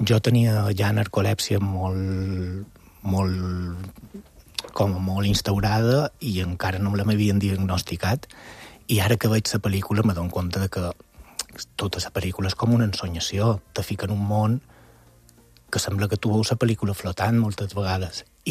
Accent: Mallorca, Balearic Islands, Spain; accent: Mallorcan; la família, diguéssim, de que nostre xerrava en mallorquí i mon pare i mon mare xerren en castellà.

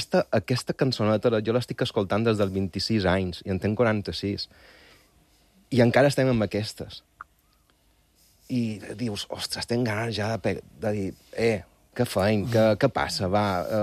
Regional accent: Balearic Islands, Spain; moved away as an adult; soc mallorquí, però vaig arribar de l'Institut del Teatre amb 28 anys

